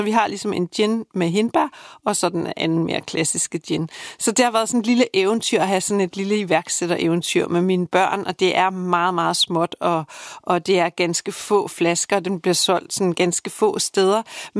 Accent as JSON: {"language": "Danish", "town": "Haslev", "region": "Zealand", "country": "Denmark", "tie": "born or raised there", "moved": "yes", "said": "at komme fra Haslev og Køgeområdet"}